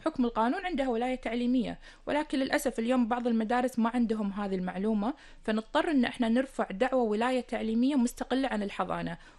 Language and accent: Arabic; Kuwait; إحنا عندنا بالكويت التعليم الإلزامي